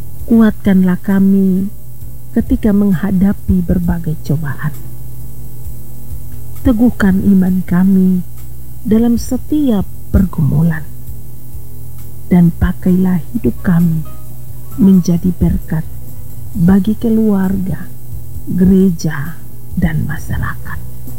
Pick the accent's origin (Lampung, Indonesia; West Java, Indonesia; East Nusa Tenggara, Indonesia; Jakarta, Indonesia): East Nusa Tenggara, Indonesia; Alor; kami orang Alor